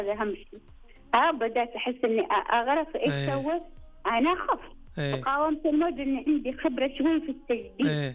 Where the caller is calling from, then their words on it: Sabya, Jazan Province, Saudi Arabia; أنا من الجنوب، من صبيا.